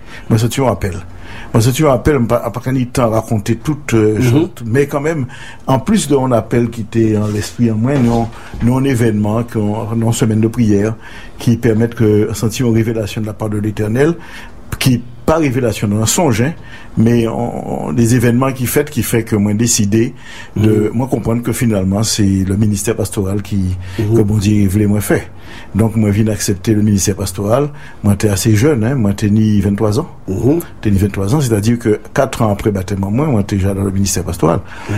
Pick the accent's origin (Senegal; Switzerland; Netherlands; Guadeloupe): Guadeloupe; Basse-Terre; also born or lived in Saint-Claude; moi, je suis un Guadeloupéen, moi, je suis né à Bastère. Enfin, moi, à l'époque, moi, je suis né à Fête Saint-Claude. C'est-à-dire que la famille, moi, c'est mon Bastère.